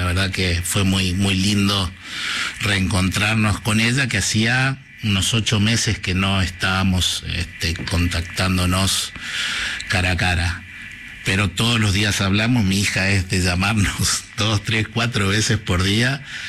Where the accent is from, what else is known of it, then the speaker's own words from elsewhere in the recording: Paraná, Entre Ríos, Argentina; also born or lived in Mendoza; Yo nací en Mendoza, pero mi papá era militar, era de Fuerza Aérea, y fueron a buscar unos aviones a Inglaterra, a los Canberra, ¿no? Algunos los conocerán, y eso nos llevó después a vivir en Paraná.